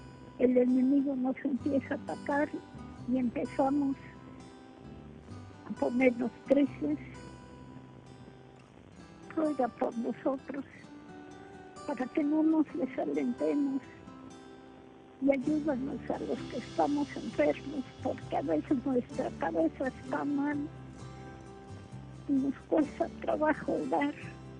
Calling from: Guadalajara, Jalisco, Mexico; De aquí, de Guadalajara.

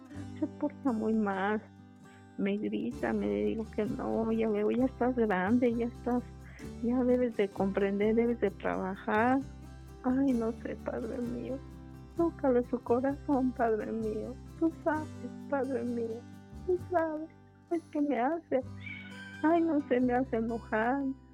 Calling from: Mexico City, Mexico; Hablo de la Ciudad de México.

